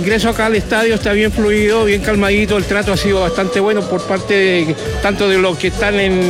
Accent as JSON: {"language": "Spanish", "town": "La Ligua", "region": "Valparaíso", "country": "Chile", "said": "yo soy de La Ligua, colocolino de corazón."}